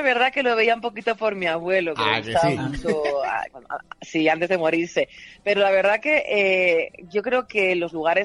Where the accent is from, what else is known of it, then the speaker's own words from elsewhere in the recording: Spain; yo soy la güerita española, pero sin embargo, aunque tenga mis palabritas de acá